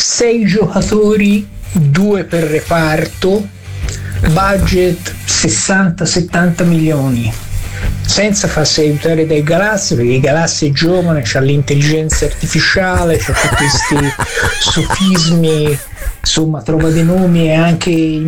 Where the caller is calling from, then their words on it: Malaga, Andalusia, Spain; da Malaga.